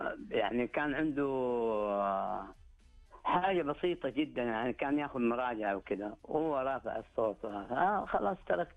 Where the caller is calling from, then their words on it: Saudi Arabia; عندنا في المملكة العربية السعودية